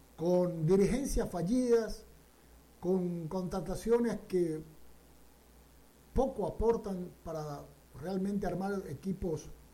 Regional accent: Guayaquil, Guayas, Ecuador; a mí como guayaquileño, como guayacense

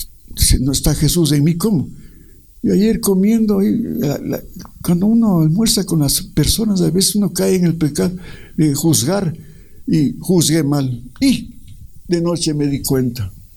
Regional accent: Ecuador; soy ecuatoriano

